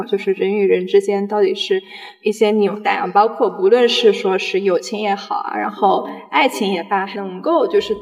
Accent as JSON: {"language": "Chinese", "country": "Luxembourg", "tie": "born or raised there", "said": "我从小在这边长大，也算华侨"}